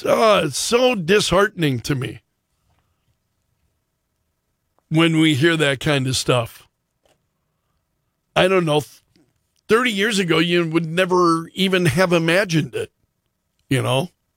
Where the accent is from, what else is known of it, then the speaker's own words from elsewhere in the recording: Sioux Falls, South Dakota, United States; born there; I was at the old Hayward Elementary School in Sioux Falls during America's bicentennial.